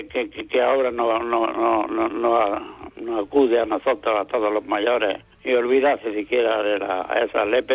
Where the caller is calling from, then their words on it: Almuñécar, Andalusia, Spain; de Almuñécar